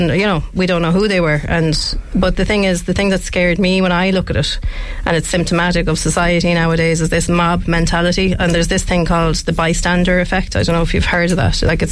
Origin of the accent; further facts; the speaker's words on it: Shannon, County Clare, Ireland; obviously I'm from Shannontown, you know, the retail space there is really, really lacking